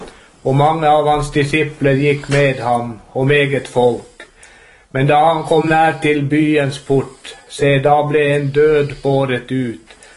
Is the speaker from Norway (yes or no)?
yes; Alta, Finnmark, Norway; jag kommer ifrån Alta.